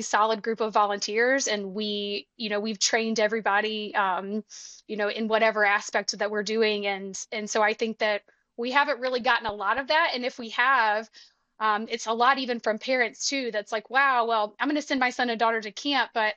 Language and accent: English; Alabama, United States